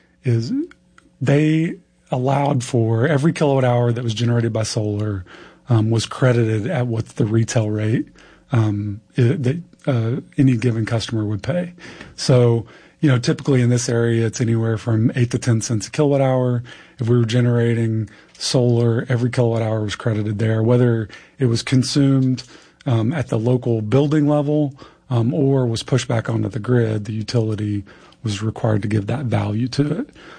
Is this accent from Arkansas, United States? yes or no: yes; Arkansas, United States; I grew up in Arkansas.